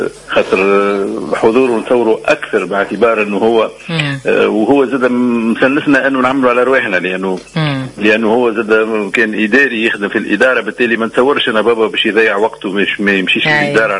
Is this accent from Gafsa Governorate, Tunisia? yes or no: no; Tunis, Tunis Governorate, Tunisia; أنا ولدت في الجنوب، لكن شاءت الأقدار نجي عمري تقريبا 5 سنوات في تونس العاصمة، وقريت في تونس العاصمة، قريت في مدرسة ناجي عبد الرزاق الشرايبي